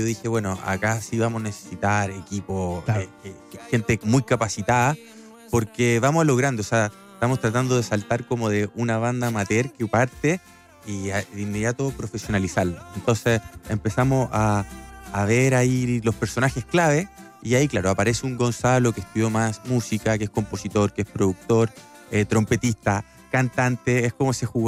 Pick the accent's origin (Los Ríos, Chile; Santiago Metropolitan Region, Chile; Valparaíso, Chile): Santiago Metropolitan Region, Chile; Santiago; moved away as an adult; now in Pichilemu, Chile; nosotros somos de Santiago, pero nos fuimos a vivir a Pichilemu hace 7 años.